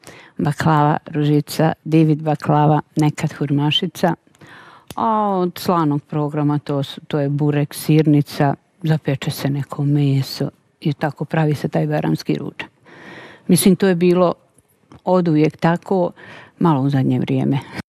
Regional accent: Nevesinje, Republika Srpska, Bosnia & Herzegovina; born there; also born or lived in Mostar; now in Kačuni, Bosnia and Herzegovina; Ja sam Hercegovka, rođena sam u Nevesinju, živjela u Mostaru, udala se u Bosnu, u Kačune, kod Busovače.

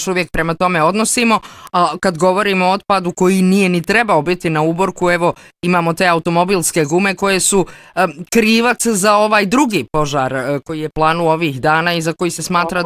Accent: Bosnia & Herzegovina

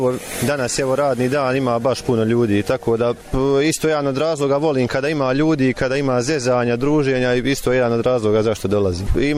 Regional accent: Konjic, Federation of Bosnia and Herzegovina, Bosnia & Herzegovina; now in Germany; Iz Konjica sam, ali trenutno živim u Njemačkoj.

